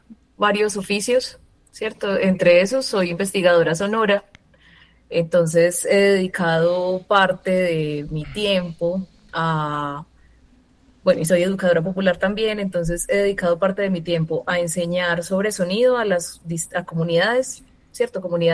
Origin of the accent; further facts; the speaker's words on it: Pereira, Risaralda, Colombia; now in Manizales, Colombia; yo soy pereirana, mi familia vivía en Pereira, es como mi núcleo central